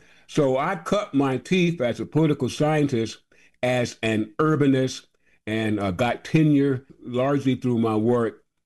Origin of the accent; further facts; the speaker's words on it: Savannah, Georgia, United States; Born and raised in Savannah, Georgia. In fact, John, I went to college down in Savannah.